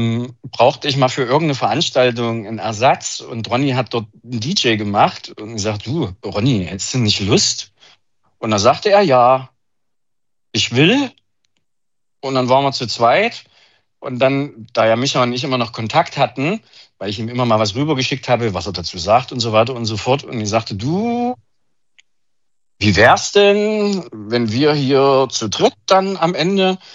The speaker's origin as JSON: {"language": "German", "region": "Saxony", "country": "Germany", "said": "Nee, kann ich nicht als Sachse, das geht nicht."}